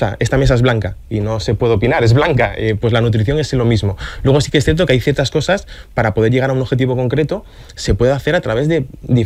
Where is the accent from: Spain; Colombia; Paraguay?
Spain; Asturias; moved away as an adult; now in Valencia, Spain; Claro, yo llegué hace 9 años a Valencia y esa es una guerra perdida.